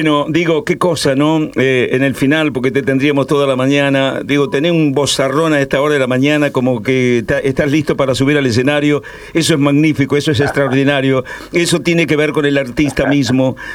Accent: Santa Fe, Argentina; Simplemente como santafesinos

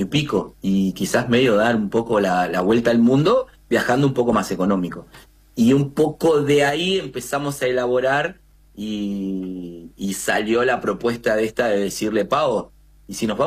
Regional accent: Mar del Plata, Buenos Aires Province, Argentina; now in Spain; cuando vivía en Argentina, en bicicletas, nosotros somos de Mar del Plata

